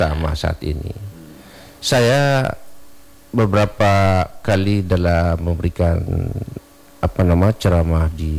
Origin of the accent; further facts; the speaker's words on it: North Maluku, Indonesia; moved away; Jadi saya kemarin ke sana, ke Halmahera, ke kampung saya.